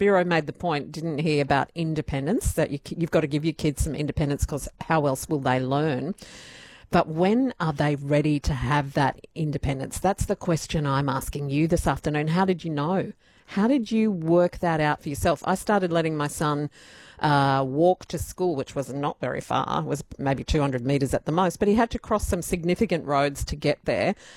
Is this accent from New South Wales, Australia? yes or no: no; Brisbane, Queensland, Australia; I was out roaming in the nearby bushland near my house where I grew up in Brisbane.